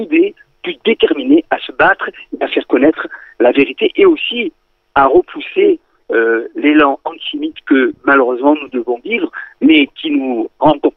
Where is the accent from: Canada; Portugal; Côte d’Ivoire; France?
France; Nous sommes juifs et nous le restons. Et en tant que juifs, nous rappelons que nous sommes français avant tout